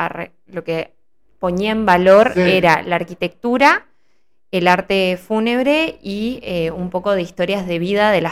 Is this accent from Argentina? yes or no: yes; Diamante, Entre Ríos, Argentina; born there; also born or lived in Paraná; yo nací acá en Diamante y me fui a estudiar a Paraná en el 2018. Sí. Y volví ahora para trabajar acá.